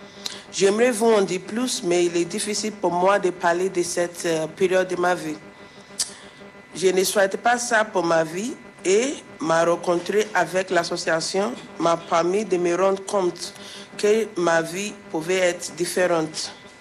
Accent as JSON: {"language": "French", "country": "Nigeria", "said": "J'ai 31 ans, je viens du Nigeria."}